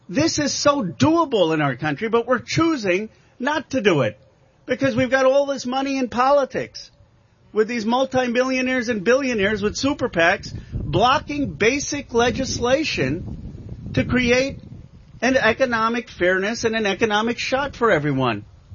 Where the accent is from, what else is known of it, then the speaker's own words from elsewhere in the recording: Pennsylvania, United States; but is working for the people I grew up with in Bucks County, Pennsylvania, is working for every American in every community.